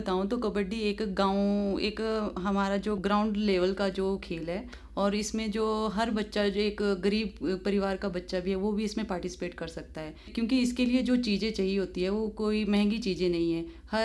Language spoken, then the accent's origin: Hindi; Bilaspur, Himachal Pradesh, India; moved away as an adult; now in Solan district, India; मैं बिलासपुर की रहने वाली हूँ और मेरे गांव का नाम है कुमझवाड़।